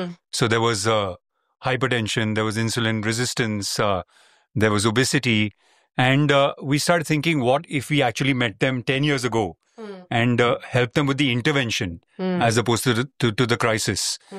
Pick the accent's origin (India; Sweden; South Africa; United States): India; Mumbai, Maharashtra; I grew up in Bombay.